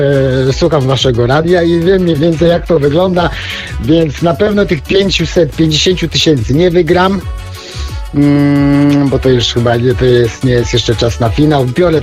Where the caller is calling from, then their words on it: West Pomeranian Voivodeship, Poland; Okolice Szczecina.